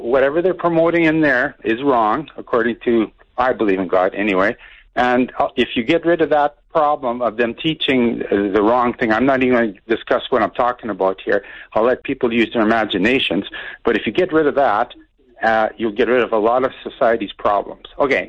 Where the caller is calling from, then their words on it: Warman, Saskatchewan, Canada; Oh, no, I'm from Warman.